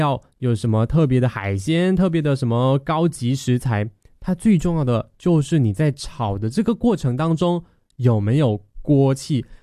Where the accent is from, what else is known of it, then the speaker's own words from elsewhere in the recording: Malaysia; now in Taiwan; 因为今天在介绍的都是我的家乡美食，马来西亚的国民必吃美食啦。